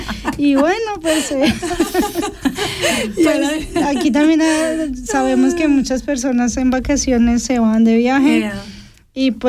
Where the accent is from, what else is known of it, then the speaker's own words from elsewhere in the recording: Colombia; Sí, bueno, pues es que soy colombiana